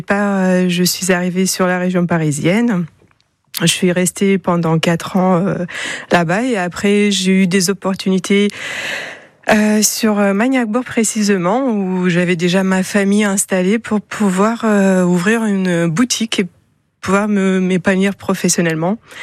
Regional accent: Moldova; now in France; Je suis originaire de Moldavie, d'un petit village au nord du pays qui s'appelle Kojeout. Et dont la moitié de la population est arrivée en France dans les années 2000. Donc j'ai suivi un peu

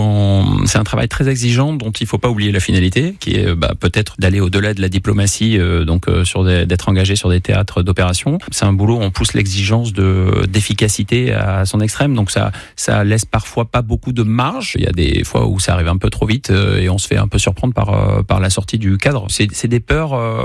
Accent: Monbazillac, Nouvelle-Aquitaine, France; j'ai 47 ans et je suis de Montbazillac

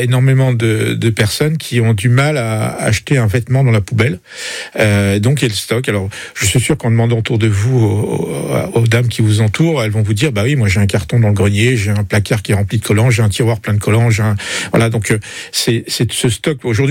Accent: Joigny, Bourgogne-Franche-Comté, France; born there; moved away; also born or lived in Paris; je suis jovinien, c'est mon parcours personnel, je suis né à Joigny, je suis parti jeune

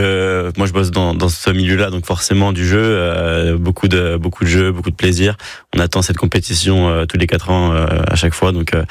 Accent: France; en tant que Français

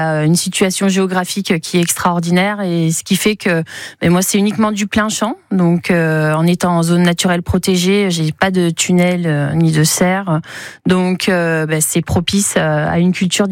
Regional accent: Bourgogne-Franche-Comté, France; now in Pyrénées-Orientales, France; parce que je suis originaire du Jura à la base, et donc voilà, je suis née dedans

